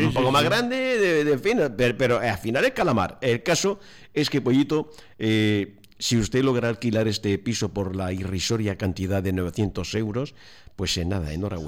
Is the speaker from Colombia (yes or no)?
no; Spain; quiénes somos los españoles